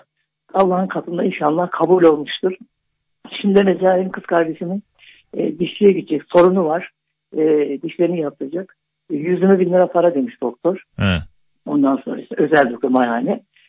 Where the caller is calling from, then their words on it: Antalya, Turkey; Antalya'dan arıyorum.